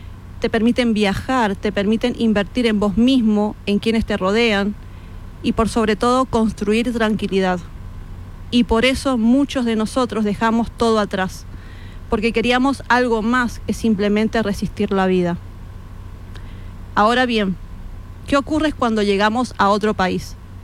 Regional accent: Mendoza, Argentina; moved away as an adult; now in Spain; Yo soy argentina y recuerdo que en mi país, específicamente en Mendoza, que es mi provincia

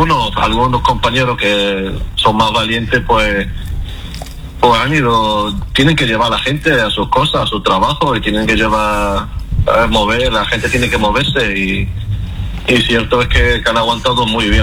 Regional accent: Ceuta, Spain; born there; yo soy de origen de abuelos marroquíes, soy nacido aquí en Ceuta, como la mitad de la población de Ceuta.

